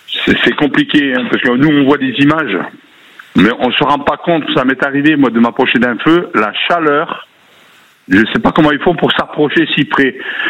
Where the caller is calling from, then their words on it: Occitanie, France; J'habite à Maine, à côté de Lédenon.